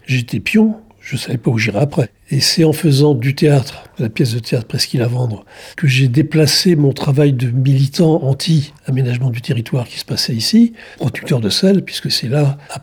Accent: Saint-Nazaire, Pays de la Loire, France; born there; moved away as an adult; also born or lived in Morbihan / Le Mans / Caen / Nantes; J'avais d'abord grandi dans le Morbihan, puis à Saint-Nazaire, puisque mon père était chaudronnier au chantier. Et quand j'ai quitté Saint-Nazaire après le lycée, je suis allé au Mans, à Caen, pour poursuivre des études.

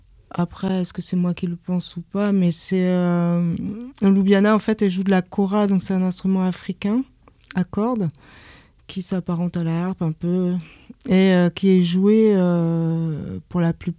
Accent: France; j'ai été adoptée, j'ai grandi en France

